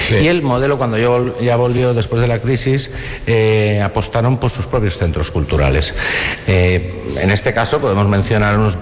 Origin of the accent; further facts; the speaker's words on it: Valencian Community, Spain; Y como los valencianos somos así de graciosos y que nos lo tomamos todo a cachondeo